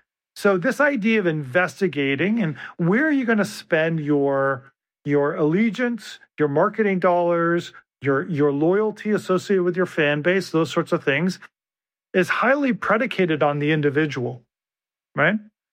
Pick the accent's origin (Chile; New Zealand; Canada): Canada; now in Pittsburgh, United States; I came from Canada and my loyalty was to the Maple Leafs because it was passed down to me from one generation to another. When I moved to Pittsburgh, I fell in love with the Pens